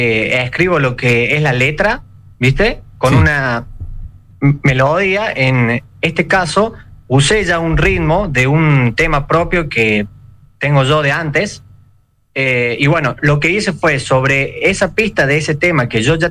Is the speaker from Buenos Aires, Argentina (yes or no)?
no; Córdoba, Argentina; accent: Cordoban; Capital, sí, Córdoba capital.